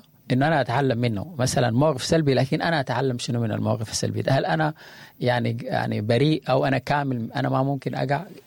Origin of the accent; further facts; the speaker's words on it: Sudan; كسودانيين